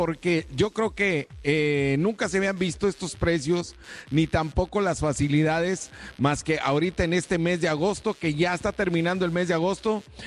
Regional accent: Soto La Marina, Tamaulipas, Mexico; yo soy de Soto La Marina, pero me interesa la información

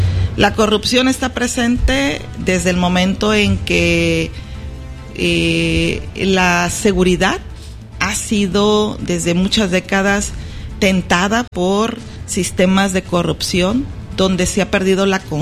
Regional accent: Chametla, Sinaloa, Mexico; Yo soy de Chametla, un campo pesquero del sur de Sinaloa.

